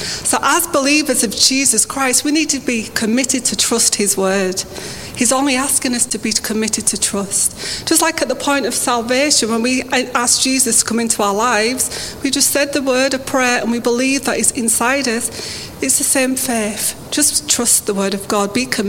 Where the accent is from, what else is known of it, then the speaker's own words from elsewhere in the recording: Bradford, Yorkshire and the Humber, United Kingdom; I'm from Bradford